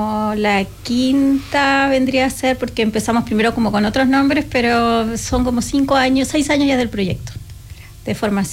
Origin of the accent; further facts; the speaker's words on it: Villa Gesell, Buenos Aires Province, Argentina; moved away as an adult; now in Coyhaique, Chile; yo llegué a vivir a Aysén en el 2004, o sea, a Coyhaique directamente, y yo vengo de Argentina, claro, de un lugar donde hay como mucha oferta, ¿verdad? Yo me formé en un lugar comunitario también, en la ciudad de Villa Gesell